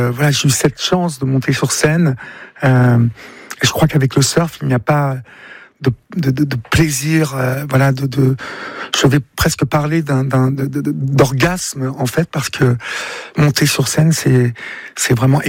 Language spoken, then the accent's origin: French; Évreux, Normandy, France; moved away as an adult; c'est que j'ai grandi à Évreux, et Évreux est une ville extrêmement compliqué.